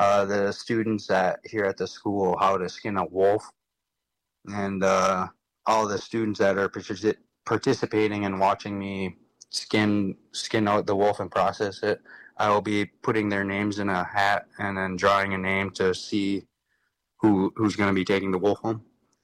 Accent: Ambler, Alaska, United States; I am originally from Ambler, Alaska. I've lived there most of my life.

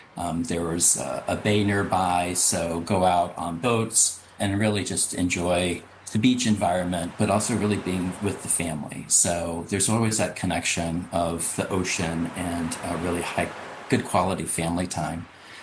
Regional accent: Atlanta, Georgia, United States; moved away as an adult; now in Washington, D.C., United States; I grew up in Atlanta, Georgia.

